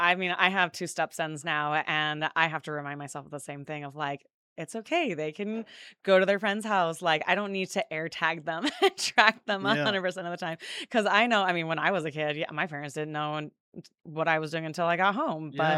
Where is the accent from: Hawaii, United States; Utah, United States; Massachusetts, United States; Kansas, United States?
Utah, United States; Cedar City; also born or lived in Ogden, Utah / New Harmony, Utah; I grew up here in Cedar City. I've lived in Cedar City since I was like 3 years old.